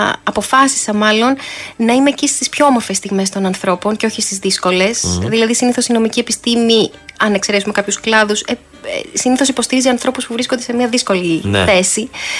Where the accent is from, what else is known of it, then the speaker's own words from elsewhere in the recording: Lamia, Central Greece, Greece; also born or lived in Pyrgos; Πρακτικά γεννήθηκα στη Λαμία